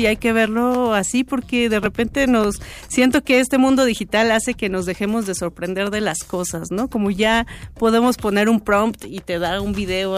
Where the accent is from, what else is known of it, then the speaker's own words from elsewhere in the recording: Oaxaca, Mexico; Yo soy de Oaxaca.